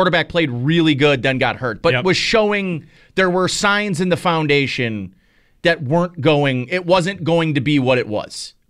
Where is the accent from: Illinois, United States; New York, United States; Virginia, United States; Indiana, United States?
New York, United States; Buffalo; If I have to bet my life and I'm from Buffalo.